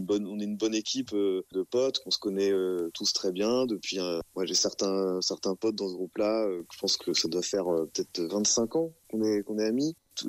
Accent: Caen, Normandy, France; moved away as an adult; now in Nantes, France; Moi, je suis Normand. Je suis Normand, je suis de Caen. Je suis vraiment à Nantes que depuis 2010, et enfin 2010 non, 2015 et plus précisément.

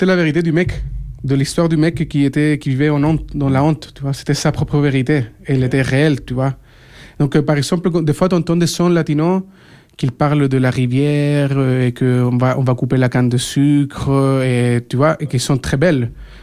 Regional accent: Santiago, Santiago Metropolitan Region, Chile; Et moi-même, je me souviens quand j'ai habité à Santiago, ma ville natale, quand j'entendais cette chanson et je marchais à Santiago, je sentais que le mec, il écrivait sur moi et sur nous à Santiago.

